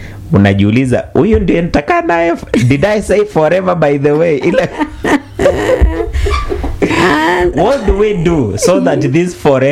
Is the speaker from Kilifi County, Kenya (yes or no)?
no; Kitui, Kitui County, Kenya; natokea kule Kitui.